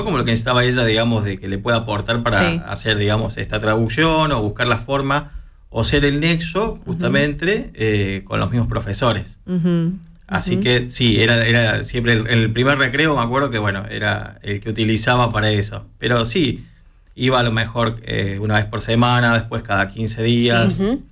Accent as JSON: {"language": "Spanish", "region": "Córdoba", "country": "Argentina", "tie": "born there", "accent": "Cordobese tonada", "moved": "yes", "said": "yo, como la tonada siempre vigente, soy de Córdoba, así que por allá por el año 86 nací."}